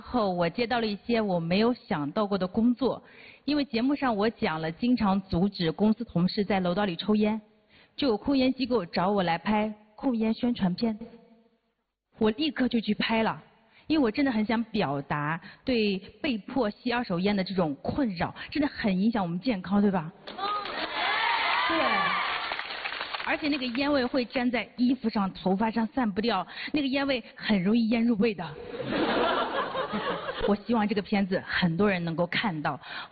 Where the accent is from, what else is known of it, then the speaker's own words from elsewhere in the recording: Shanxi, China; 我说我山西的